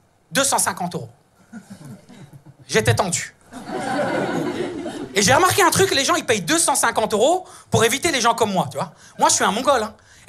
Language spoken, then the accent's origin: French; Italy; je suis italien, hyper romantique